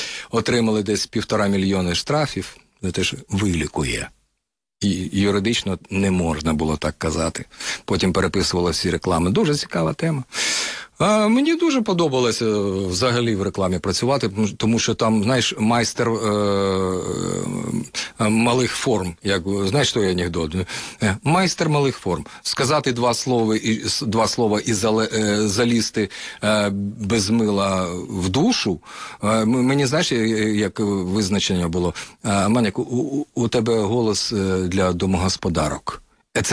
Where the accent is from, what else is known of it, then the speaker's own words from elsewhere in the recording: Kyiv, Ukraine; moved away as an adult; now in Brovary, Ukraine; Свого часу, як киянин, мені дуже було важко там прижитися.